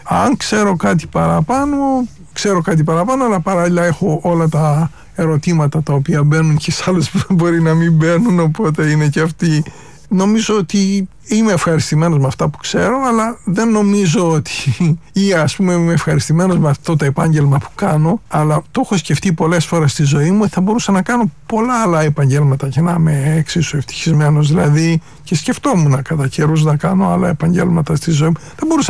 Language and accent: Greek; Greece; Θα προτιμούσα εδώ, στην πατρίδα μου, σίγουρα. Εντάξει, αλλά η Ελλάδα δυστυχώς είναι κάποια θλίψη για μένα, η Ελλάδα.